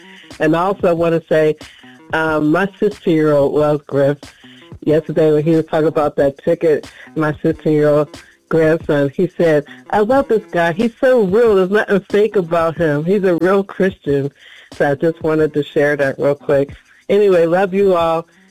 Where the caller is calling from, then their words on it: New York, United States; I'm calling from New York.